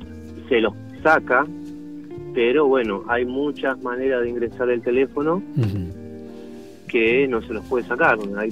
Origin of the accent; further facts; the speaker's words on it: San Justo, Buenos Aires Province, Argentina; De San Justo, señor.